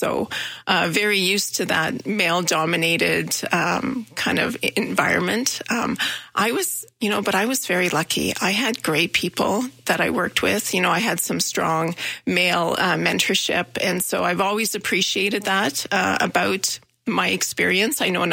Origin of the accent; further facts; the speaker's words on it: Manitoba, Canada; now in Calgary, Canada; I'm originally from Manitoba, and I came to SAIT, and I remember driving to Calgary. And so everything's new. I didn't know anybody.